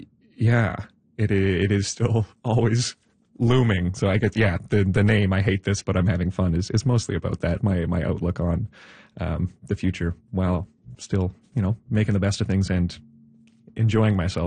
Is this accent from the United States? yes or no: no; Nova Scotia, Canada; I grew up in Nova Scotia, so most of the folks I know are within an hour's drive of downtown Halifax.